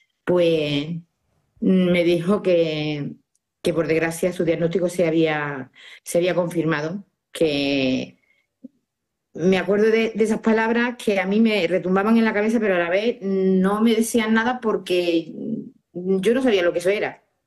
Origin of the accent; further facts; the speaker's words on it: Baena, Andalusia, Spain; Pues en Andalucía, yo soy de Córdoba, Baena, un pueblo de Córdoba